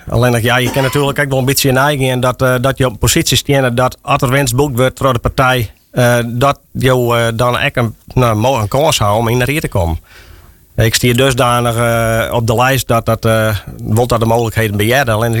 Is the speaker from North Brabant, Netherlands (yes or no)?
no; Kollum, Friesland, Netherlands; Ik ben geboren en getogen in Kalmers.